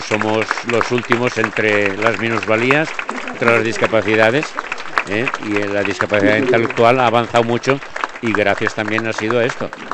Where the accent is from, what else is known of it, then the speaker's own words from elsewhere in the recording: Peralta de la Sal, Aragon, Spain; now in Madrid, Spain; tan cerquita de Peralta de la Sal, de mi pueblo